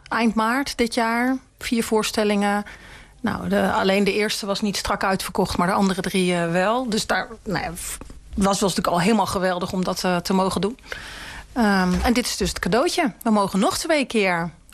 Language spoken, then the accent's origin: Dutch; Blokzijl, Overijssel, Netherlands; ik kom ook uit Blokzijl.